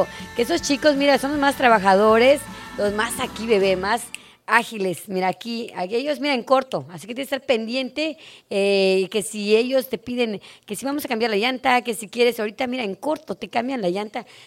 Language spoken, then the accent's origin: Spanish; Chetumal, Quintana Roo, Mexico; los chetumaleños somos de tierra